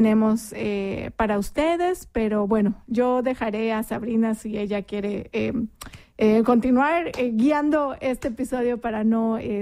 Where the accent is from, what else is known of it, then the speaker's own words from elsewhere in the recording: Mexico City, Mexico; Pues yo soy originaria de México, de la Ciudad de México. Nací y crecí ahí, pues viví la mayor parte de mi vida en la Ciudad de México.